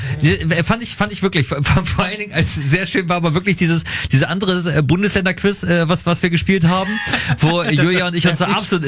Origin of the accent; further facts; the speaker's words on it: Lower Saxony, Germany; ich komm aus Niedersachsen, wir kommen vom Dorf. Für uns ist Hannover immer noch die große weite Welt.